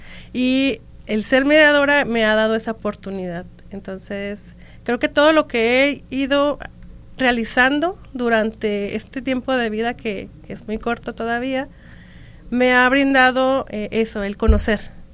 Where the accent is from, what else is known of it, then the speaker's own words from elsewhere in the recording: Tepic, Nayarit, Mexico; also born or lived in Guadalajara, Jalisco; Tepic, donde soy muy, muy feliz. Entonces, tengo pues prácticamente el 95% de mi vida aquí en Tepic.